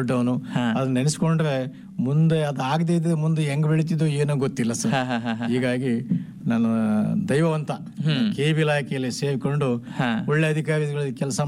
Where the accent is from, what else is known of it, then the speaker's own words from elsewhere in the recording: Karnataka, India; also born or lived in Bhimagudi, Shahapur taluk, Karnataka; ಅಲ್ಲಿ ತಮ್ಮ ಕ್ಯಾಂಪ್ ಏರಿಯಾದಲ್ಲಿ ನಾವು ಸ್ವಾಭಾವಿಕವಾಗಿ ಬೆಳೆದ್ವಿ.